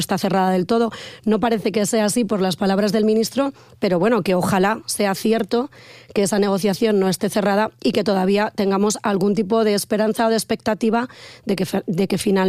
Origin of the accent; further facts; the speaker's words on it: Guadalajara, Castilla-La Mancha, Spain; Yo además vengo de Guadalajara, en mi ciudad es una de las ciudades más caras también de la región y casi de España.